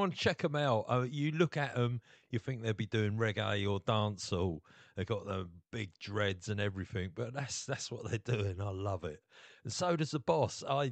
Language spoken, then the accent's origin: English; Cambridge, East of England, United Kingdom; they're from Cambridge, my hometown